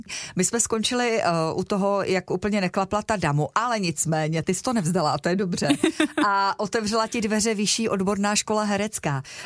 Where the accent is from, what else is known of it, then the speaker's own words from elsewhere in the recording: North Bohemia, Czechia; K Ploskovici mám velmi blízko jako Severočech